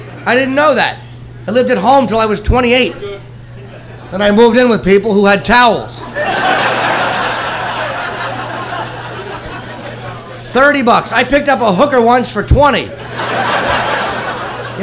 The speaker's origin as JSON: {"language": "English", "region": "New Jersey", "country": "United States", "tie": "born or raised there", "lives_now": "New York, United States", "said": "I just moved, too. I went through a big move. I grew up in New Jersey. I just moved into New York just because I had, you know, to be closer to work."}